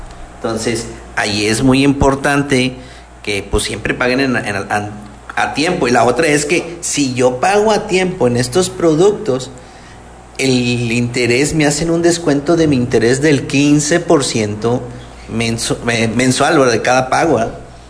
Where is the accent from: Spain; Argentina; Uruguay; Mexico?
Mexico; si no somos un mexicano